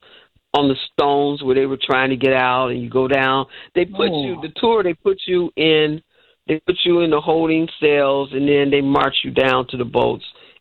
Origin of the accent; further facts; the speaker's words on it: the North, United States; we were kids from the North. My brothers were from the North.